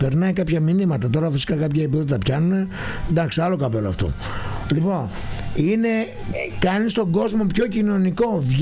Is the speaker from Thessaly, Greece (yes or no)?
no; Thessaloniki, Central Macedonia, Greece; moved away as an adult; now in Katerini, Greece; όταν ήρθα στην Κατερίνη από τη Θεσσαλονίκη, δεν με Κατερίνη, εγώ από τη Θεσσαλονίκη.